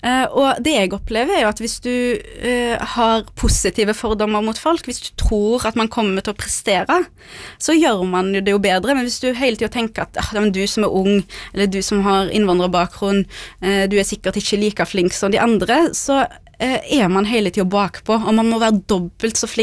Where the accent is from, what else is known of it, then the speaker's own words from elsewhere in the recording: Haugesund, Rogaland, Norway; first language Norwegian; also born or lived in Beirut, Lebanon; jeg er oppvokst i Haugesund, jeg er født i Beirut, men jeg kom jo her da jeg var et halvt år gammel, så mitt primærspråk er jo norsk.